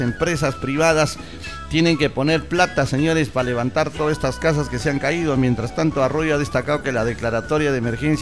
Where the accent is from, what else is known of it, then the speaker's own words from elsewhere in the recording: Selva Central, Peru; sobre todo los que somos de Selva Central.